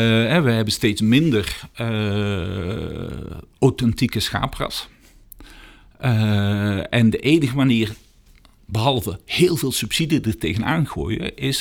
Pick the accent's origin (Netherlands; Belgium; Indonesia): Belgium; Antwerp, Flanders; Antwerpen, het grenspark waar ik vandaan kom